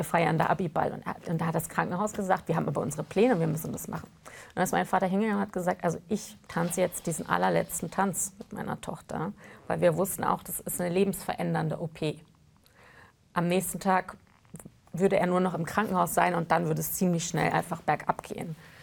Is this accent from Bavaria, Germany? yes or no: no; Hannover, Lower Saxony, Germany; also born or lived in East Germany; ich noch in der DDR geboren bin und meine Eltern waren Pioniere und haben Jugendweihe bekommen. Und dann bin ich in Hannover groß geworden